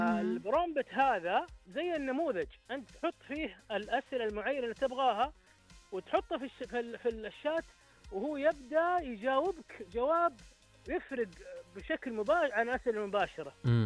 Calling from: Jeddah, Makkah Province, Saudi Arabia

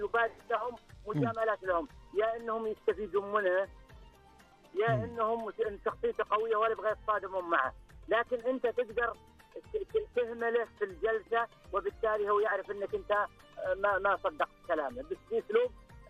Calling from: Shaqra, Riyadh Province, Saudi Arabia

